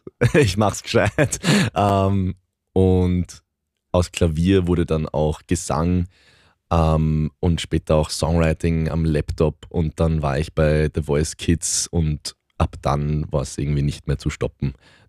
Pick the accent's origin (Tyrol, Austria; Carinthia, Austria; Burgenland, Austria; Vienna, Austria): Burgenland, Austria; Ich war halt nicht 100% ungarisch, 100% deutsch, 100% Österreich. Obwohl ich halt auch im Burgen